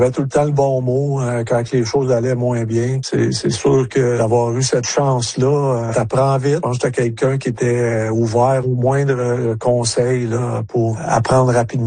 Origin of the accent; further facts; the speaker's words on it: Quebec, Canada; En grandissant en Abitibi